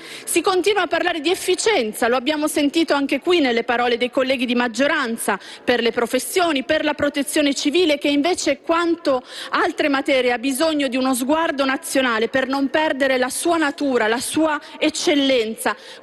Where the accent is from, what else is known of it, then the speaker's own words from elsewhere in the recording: Lombardy, Italy; non lo possiamo accettare perché questo provvedimento, lo dico da lombarda, farà male soprattutto e prima di tutto al nord.